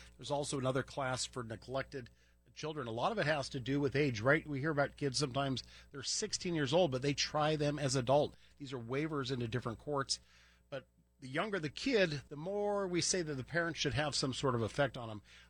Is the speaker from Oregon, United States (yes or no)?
yes; Oregon, United States; also born or lived in Midwest; We're old enough. We grew up in the Oregon and the Midwest.